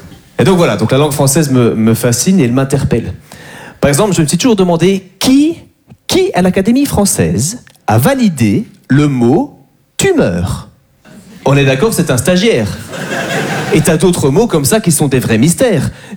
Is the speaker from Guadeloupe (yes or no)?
no; Belgium; je suis très content de jouer en France. Moi j'adore les Français, même si je suis belge